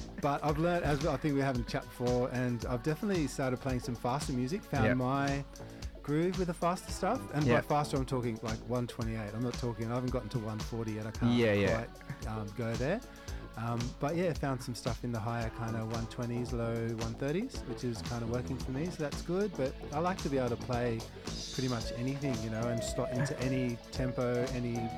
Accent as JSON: {"language": "English", "town": "Sydney", "region": "New South Wales", "country": "Australia", "tie": "born there", "also_born_or_lived": "Newcastle / Brisbane", "moved": "as an adult", "said": "it's still considered my hometown"}